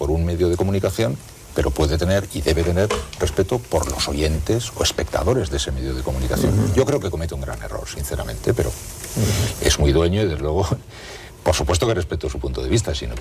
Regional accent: Basque Country, Spain; Sí, me considero vasco y español.

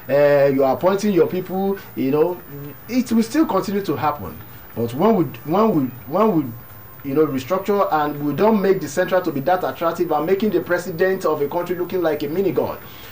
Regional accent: Ogun, Nigeria; now in Lagos, Nigeria; if I'm resident in Lagos State now, and I'm from Ogun State.

